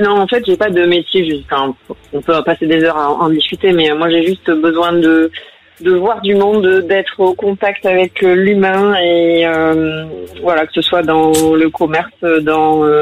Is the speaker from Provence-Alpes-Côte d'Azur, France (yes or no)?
no; Lormont, Nouvelle-Aquitaine, France; born there; Je suis né à Lormont, dans le 33.